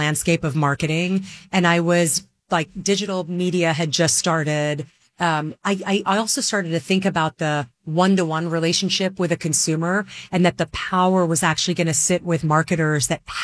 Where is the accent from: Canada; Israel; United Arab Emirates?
United Arab Emirates; Dubai; now in New York, United States; I'm originally Lebanese. I grew up in the Middle East in Dubai back when nobody really knew what the UAE was. And then my family immigrated to the U.S. And so now I live in New York with my husband and my daughter.